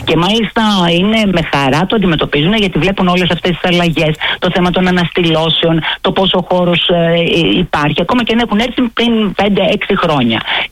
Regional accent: Turkey; Greek is a second language; έδωσε συγχαρητήρια για το επίπεδο τη γλώσσα μου, λέγοντα ότι μιλάω πολύ καλά αυτή τη γλώσσα. Αν και είμαι Τουρκάλα.

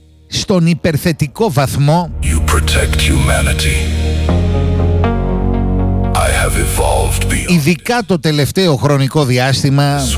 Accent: Greece; Ως Έλληνες έχουμε μάθει να αγωνιζόμαστε.

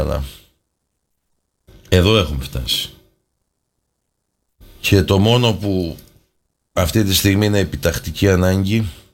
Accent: Greece; εμείς είμαστε Έλληνες χριστιανοί.

